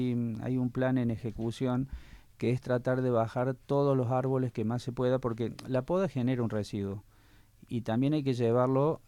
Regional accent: Capilla del Monte, Córdoba, Argentina; somos todos hijos de Capilla del Monte, los que estamos de toda la vida y la gente que eligió vivir acá

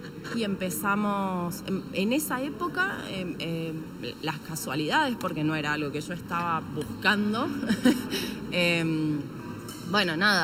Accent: Buenos Aires, Argentina; born there; moved away as an adult; now in northern Argentina; yo nací en Buenos Aires y me voy a vivir al norte a los 34.

